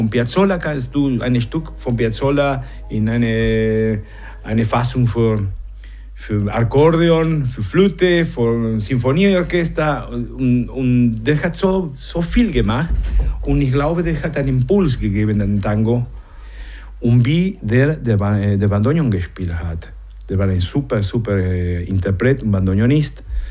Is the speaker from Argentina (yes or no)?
yes; Argentina; German is a second language; now in Germany; Ich mache Deutschland schöner mit meiner Musik, aber ich bin Argentinier.